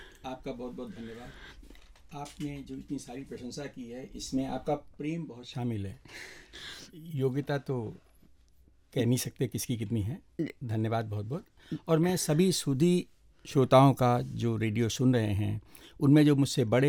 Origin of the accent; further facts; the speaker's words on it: Uttar Pradesh, India; first language Hindi; ये मेरा सौभाग्य है कि मेरी मातृभाषा हिंदी है। मैं उत्तर प्रदेश से आता हूँ, हिंदी मेरी मौलिक भाषा है